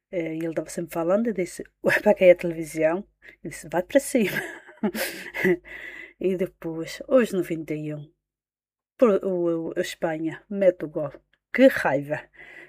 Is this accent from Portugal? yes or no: yes; Madeira, Portugal; Eu falo da nossa Madeira, somos madeirenses, mas tudo, todos somos portugueses.